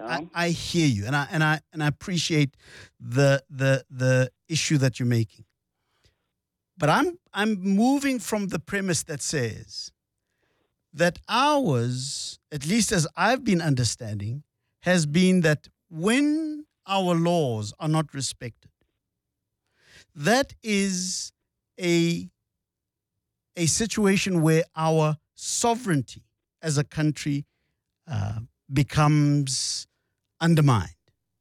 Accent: South Africa; I am a South African. So I'm not here as somebody coming from someplace looking in. I am a South African.

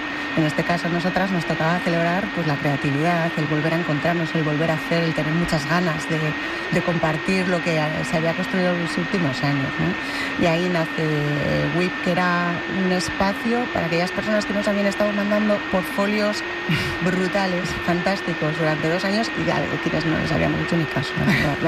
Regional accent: Bilbao, Basque Country, Spain; Para mí, que soy bilbaína

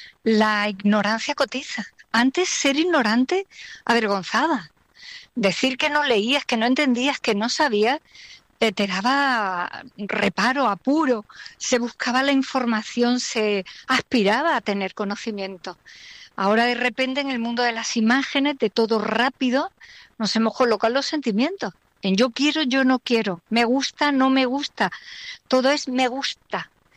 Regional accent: Andalusia, Spain; yo soy andaluza

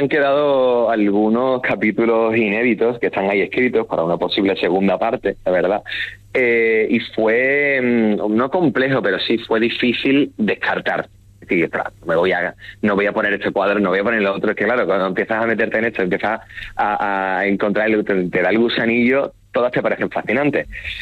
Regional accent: Andalusia, Spain; en mi tierra, en Andalucía

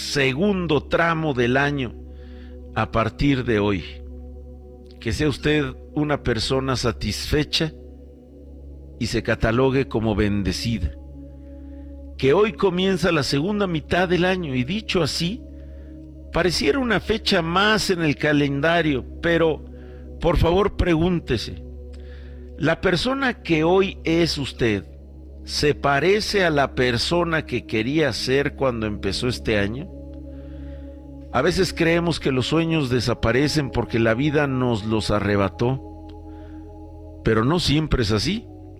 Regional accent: Mexico

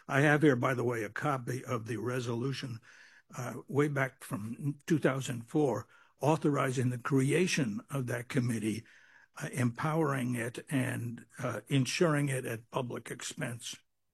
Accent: Juneau, Alaska, United States; I'm from North Douglas.

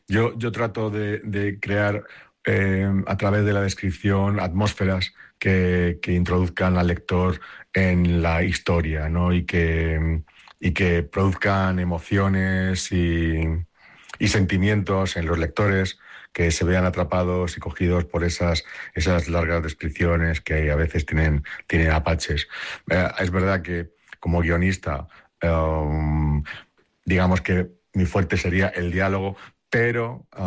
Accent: Madrid, Community of Madrid, Spain; Pues Tetuán, que es un barrio del noroeste de Madrid, que es donde yo nací y crecí y pasé toda mi juventud

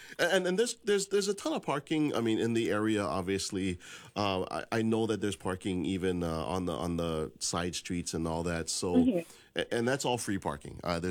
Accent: Honolulu, Hawaii, United States; I grew up in the Manoa area too, so I know exactly where it is.

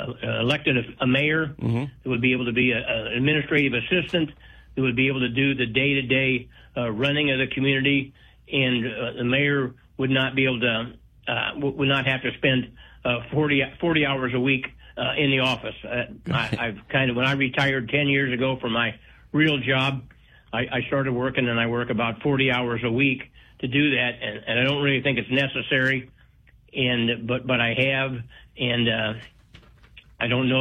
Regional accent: Paxton, United States; I was born in Paxton, raised in Paxton. My mother is 96 years old. She still lives on the other side of town.

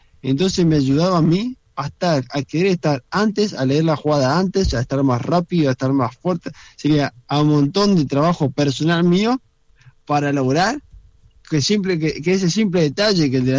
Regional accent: Reconquista, Santa Fe, Argentina; me crié en Reconquista, en una ciudad pequeña, donde jugaba mucho en la calle, era la pelota.

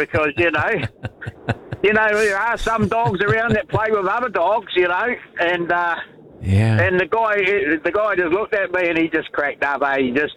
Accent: Canterbury, New Zealand; I was actually born and bred in One Eye Cantabrian. And I was brought up in that Brighton area. So I like hearing the old stories from down there.

